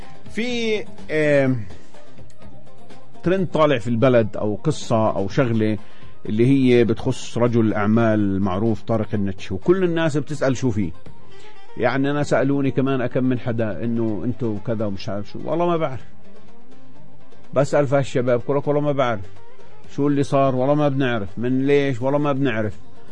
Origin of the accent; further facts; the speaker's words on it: Palestine; وعندنا في فلسطين